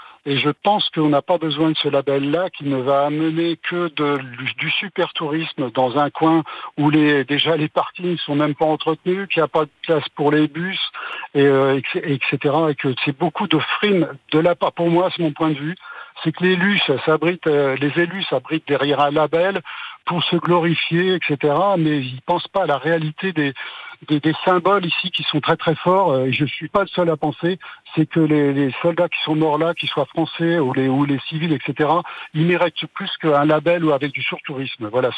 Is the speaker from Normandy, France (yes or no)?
yes; Normandy, France; born there; Donc moi je suis né dans le Calvados. J'ai 70 ans.